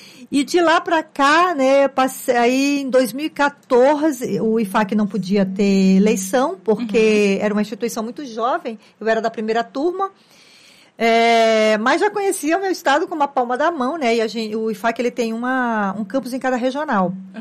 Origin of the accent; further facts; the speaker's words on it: Acre, Brazil; sou acriana, engenheira agrônoma, né? Formei aqui na Universidade Federal do Acre.